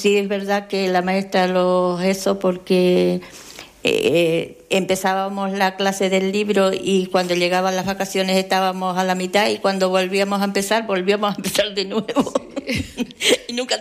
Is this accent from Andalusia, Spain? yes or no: no; Valverde, Canary Islands, Spain; moved away as an adult; now in Tenerife, Spain; Yo soy de Los Jarales, aunque es municipio de Valverde.